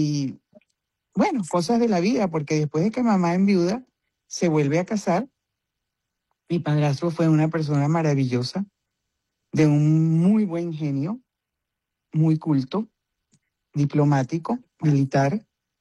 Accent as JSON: {"language": "Spanish", "region": "Bogotá", "country": "Colombia", "tie": "born there", "said": "Pues nací en Colombia, en Bogotá. Tuve la oportunidad de vivir poco tiempo en Bogotá"}